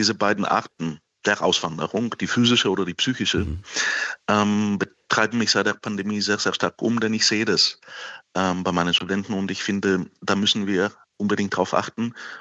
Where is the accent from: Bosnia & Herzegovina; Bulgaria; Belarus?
Bulgaria; In meiner Heimat Bulgarien sind die Leistungen eher Trabi-artig